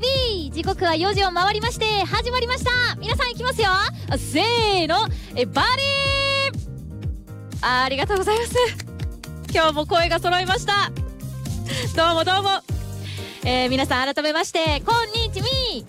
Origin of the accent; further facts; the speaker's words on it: Okinawa, Japan; 私沖縄出身なんですけど、沖縄にいる時はそんなに粉もんって口にしたことないかもしれないですね。